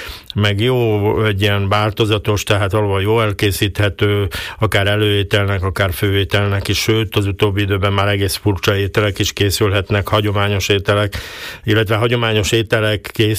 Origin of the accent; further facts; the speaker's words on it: Komárom, Komárom-Esztergom, Hungary; én Komáromba alapjába véve pontyon nőttem fel